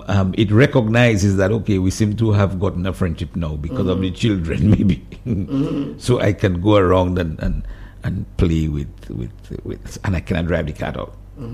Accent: Dominica; I tell people I was raised in Kulibistri in a place called Gwanlaku.

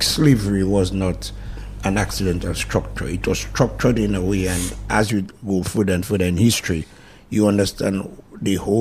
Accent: Dominica

